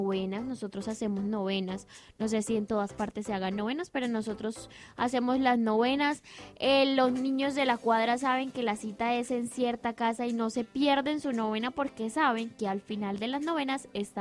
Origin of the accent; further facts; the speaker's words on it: Colombia; esa lucecita que nos une como colombianos